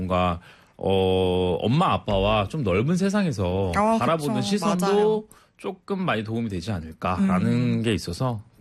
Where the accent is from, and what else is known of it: Ochang, North Chungcheong, South Korea; born or raised there; moved away as an adult; also born or lived in Cheongju / Cheonan; now in Seoul, South Korea